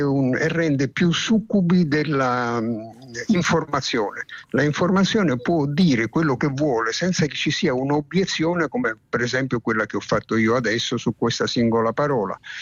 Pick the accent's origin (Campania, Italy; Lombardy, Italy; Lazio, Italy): Campania, Italy; Naples; first language Neapolitan; Sì, di estrazione completamente napoletana, cioè provengo proprio da lì. Lì mi si sono formate, oltre che la mia lingua madre, il napoletano, è quello che io parlo con me